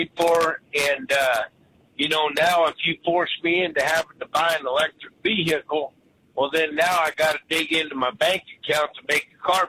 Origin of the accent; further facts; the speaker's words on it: Colorado, United States; Well, hell, I grew up on the Front Range out in Colorado. We had a brown cloud in Denver for years